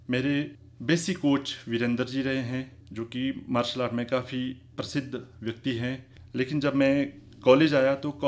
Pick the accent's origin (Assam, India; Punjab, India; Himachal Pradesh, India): Himachal Pradesh, India; moved away as an adult; मैं बेसिकली देहावलसन का रहने वाला हूँ और मेरा बचपन देहावलसन में ही बीता है, क्योंकि गांव के रहने वाले हैं।